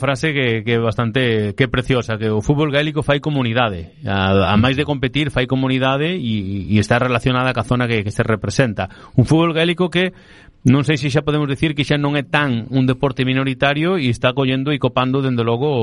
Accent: Galicia, Spain; E un feito diferencial para nós, os galegos, evidentemente non podemos esquecer que temo a gran sorte de ter a irmandiña oficial

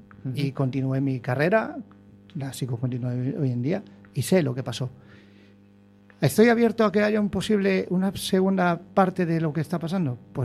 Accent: Baiona, Galicia, Spain; en mi zona de donde yo soy, en Bayona

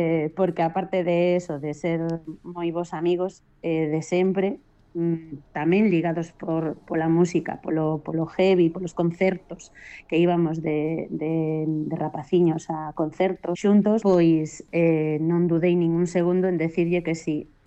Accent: Santiago de Compostela, Galicia, Spain; now in Redondela, Spain; aquí onde vivo agora en Redondela, porque eu son de Compostela, pero fai 19 anos que estou vivindo en Redondela

